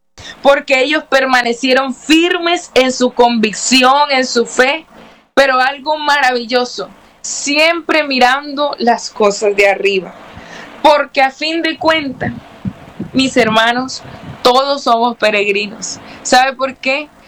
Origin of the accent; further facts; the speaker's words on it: Colombia; born there; moved away; Yo nací en Colombia, soy colombiana.